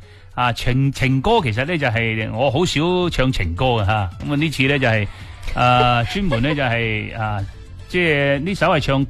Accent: Guangdong, China

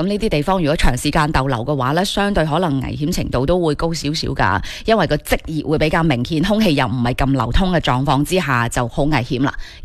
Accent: Guangdong, China; 我哋广东人都好智慧嘅。

